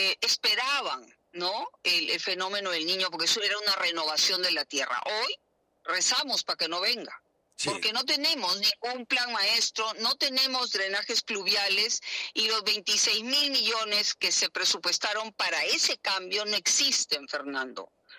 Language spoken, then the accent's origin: Spanish; Piura, Peru; Te toco el tema porque soy piurana y estoy muy preocupada por el tema